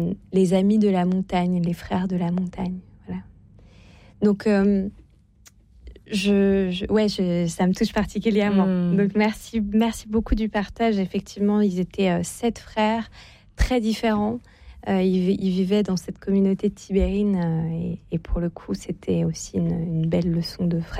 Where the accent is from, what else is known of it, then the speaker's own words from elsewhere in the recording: Auvergne-Rhône-Alpes, France; Alors, ben moi, je viens de Savoie en plus, donc ça nous fait un point commun.